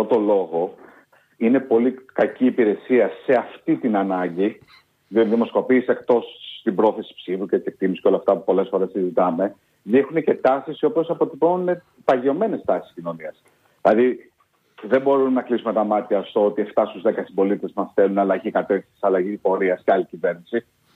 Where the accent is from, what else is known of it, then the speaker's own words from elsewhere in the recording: Greece; συλλογικά προφανώς ως Έλληνες και ως Ελλάδα.